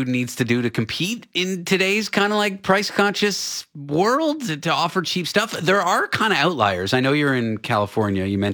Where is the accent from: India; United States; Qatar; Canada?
Canada; I'm from Canada. There's a spot called Tim Hortons, which kind of has their more affordable items than other comparable places.